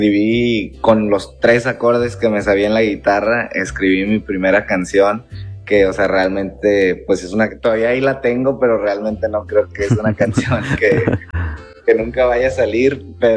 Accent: Reynosa, Tamaulipas, Mexico; now in McAllen, United States; yo de pequeño, actualmente vivo en McAllen, Texas, pero yo crecí en Reynosa, Tamaulipas.

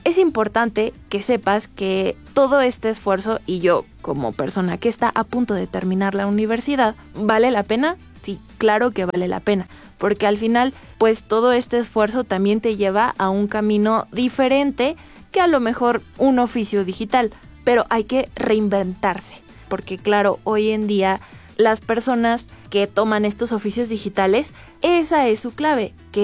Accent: Tulancingo, Hidalgo, Mexico; Con las oportunidades que se encontraban en donde yo soy, que yo soy de Tulancingo.

